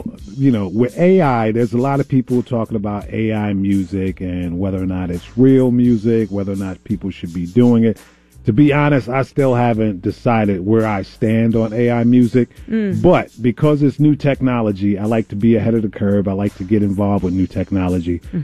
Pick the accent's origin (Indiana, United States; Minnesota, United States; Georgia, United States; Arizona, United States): Minnesota, United States; Minneapolis; also born or lived in New York City; I wanted to write a song about growing up in Minneapolis. I'm a transplant from New York City. I came from New York when hip hop was just starting out.